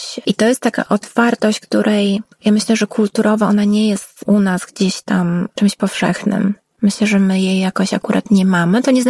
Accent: Warsaw, Masovian Voivodeship, Poland; jestem akurat warszawianką i widzę, jak Warszawa się zmienia

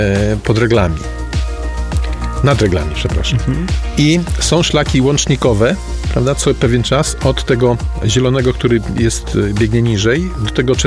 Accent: Lower Silesian Voivodeship, Poland; u nas w Karkonoszach

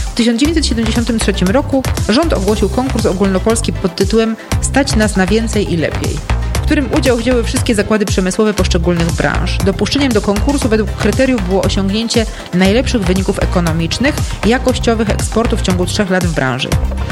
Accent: Szczecin, West Pomeranian Voivodeship, Poland; born there; jako że jestem urodzoną szczecinianką, to większość wakacji spędzaliśmy w Mrzeżynie, bo to z perspektywy Szczecina blisko.

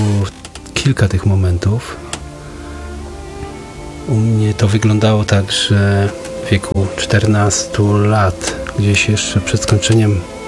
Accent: Szczecin, West Pomeranian Voivodeship, Poland; jestem ze Szczecina

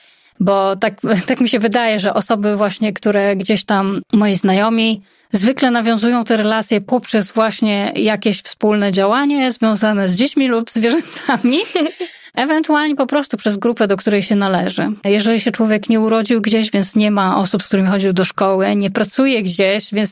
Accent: Radom, Masovian Voivodeship, Poland; also born or lived in Warsaw; now in Gdańsk, Poland; Coraz dalej na północ się przesuwam od Radomia.

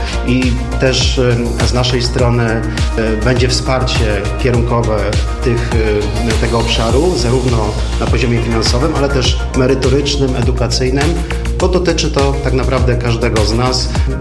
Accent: Greater Poland Voivodeship, Poland; jako Wielkopolanin

